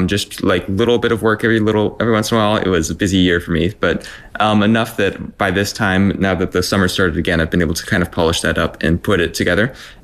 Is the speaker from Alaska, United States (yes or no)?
yes; Fairbanks, Alaska, United States; Growing up in Fairbanks, it was kind of impossible not to notice climate change, just how I was growing up.